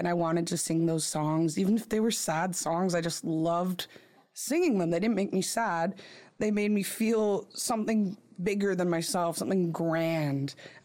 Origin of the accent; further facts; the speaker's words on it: Prince George, British Columbia, Canada; moved away as an adult; also born or lived in Nanaimo; I'm from Prince George, Tsleil-Waututh'en Nation.